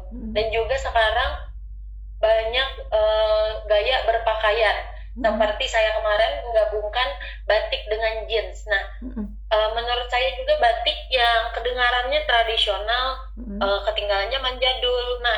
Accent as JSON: {"language": "Indonesian", "region": "Central Kalimantan", "country": "Indonesia", "said": "saya kan asalnya juga dari Barito Timur."}